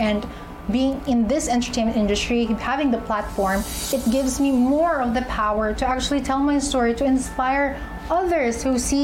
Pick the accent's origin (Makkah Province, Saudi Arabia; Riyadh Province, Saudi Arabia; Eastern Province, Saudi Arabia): Makkah Province, Saudi Arabia; Jeddah; now in Philippines; I was born and raised in Jeddah, Saudi Arabia.